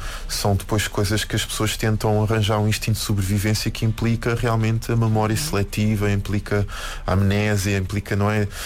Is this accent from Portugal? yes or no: yes; Cova da Moura, Lisbon, Portugal; born there; a minha família é da Somada. Eu nasci na Cova da Moura.